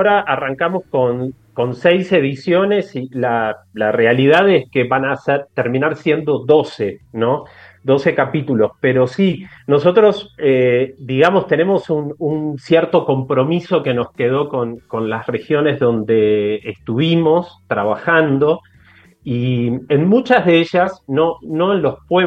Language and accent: Spanish; Argentina; moved away as an adult; also born or lived in Mexico / Peru; now in Colombia; soy argentino, pero ya hace varios años que vivo por fuera de Argentina y he tenido la posibilidad de vivir en México y en Perú